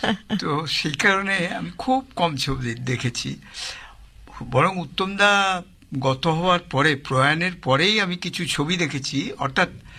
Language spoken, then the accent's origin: Bangla; Baharampur, West Bengal, India; আমরাই ছোটবেলায় আমি তো বহরমপুরে থাকতাম